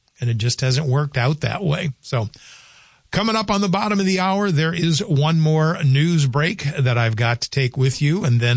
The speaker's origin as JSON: {"language": "English", "country": "United States"}